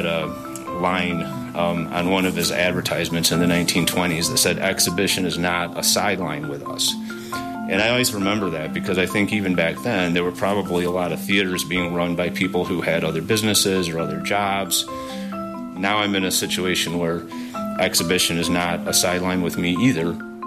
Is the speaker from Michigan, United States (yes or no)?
yes; Grayling, Michigan, United States; you know, I'm from Michigan, and he was our senator. So he said, oh, yeah, where are you from? I said, Grayling.